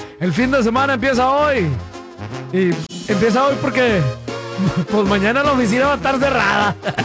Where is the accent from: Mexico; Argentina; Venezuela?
Mexico